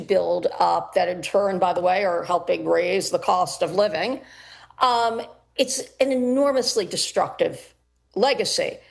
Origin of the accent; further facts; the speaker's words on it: New York, United States; now in Los Angeles, United States; I mean, I'm a New Yorker, so even though I live in Los Angeles these days, I'm still a New Yorker.